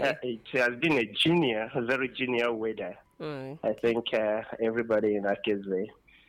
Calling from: Akeze, Ebonyi, Nigeria; I am calling in from Akeze, Ebonyi State.

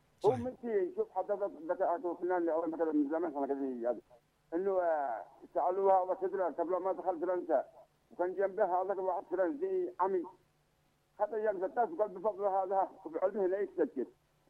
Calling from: Yemen

